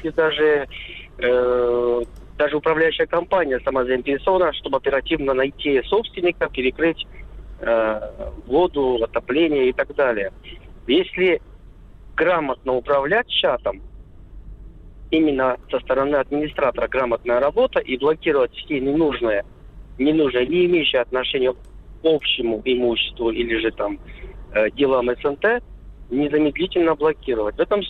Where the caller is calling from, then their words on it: Murom, Vladimir Oblast, Russia; Алло, я из Мурома. Здравствуйте.